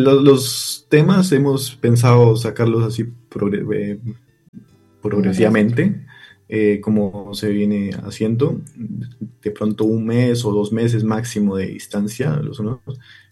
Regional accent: Río Blanco, Cauca, Colombia; Río Blanco también, que es mi pueblo natal

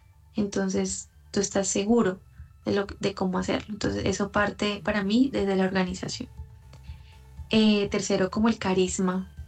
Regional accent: Florencia, Caquetá, Colombia; now in Neiva, Colombia; Personalmente soy de Florencia, Caquetá

